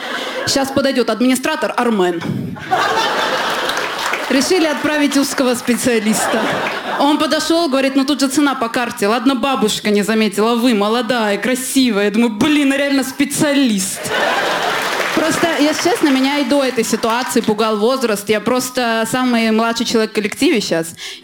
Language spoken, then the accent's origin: Russian; Russia; у нас, у женщин в России